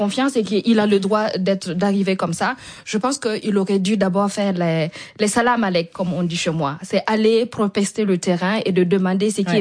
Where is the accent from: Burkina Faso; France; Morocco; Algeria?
Burkina Faso; lui il s'est déplacé chez nous au Burkina. Donc vous savez en fait on a ce respect là chez nous les Burkinabés